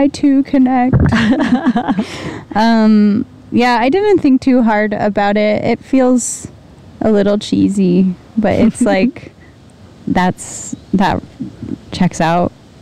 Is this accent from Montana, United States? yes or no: no; Indiana, United States; I'm from Indiana. I'm from the Midwest.